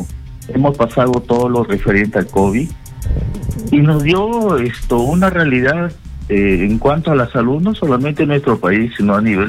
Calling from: northern Peru, Peru; Yo soy del norte del Perú.

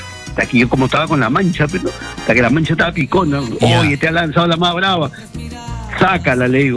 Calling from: Callao, Peru

